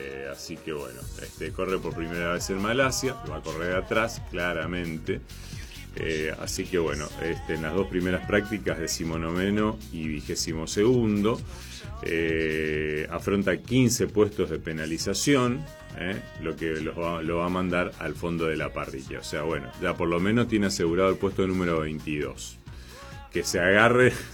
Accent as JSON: {"language": "Spanish", "country": "Argentina", "said": "nosotros que somos argentinos"}